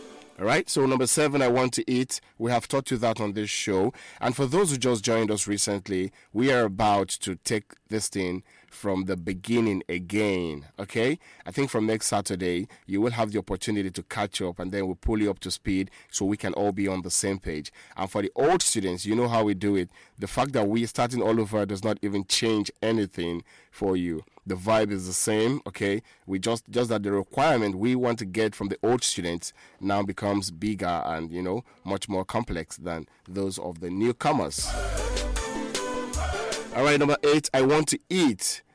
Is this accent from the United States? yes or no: no; Nigeria; Number one, I am a Nigerian. Number two, I am a student.